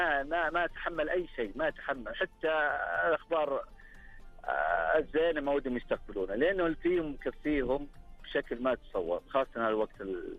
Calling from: Unaizah, Al-Qassim, Saudi Arabia

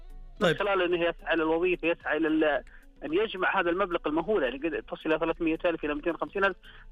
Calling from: Medina, Medina Province, Saudi Arabia; من المدينة المنورة

